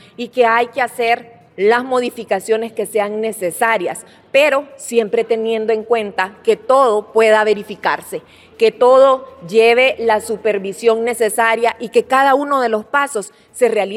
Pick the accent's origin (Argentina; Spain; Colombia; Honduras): Honduras; nos terminan afectando a todos como hondureños